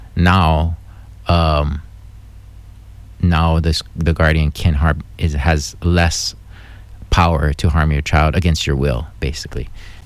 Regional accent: Hawaii, United States; At least I do, as a Hawaiian person.

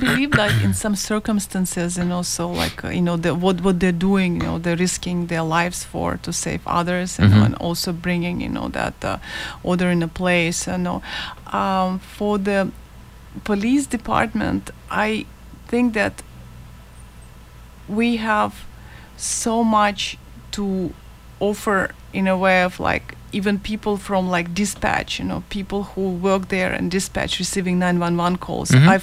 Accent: Ukraine; moved away; And, like, I'm coming from Ukraine, you know, like 25 years ago, but my heart is still in pain, you know, like, this was going on.

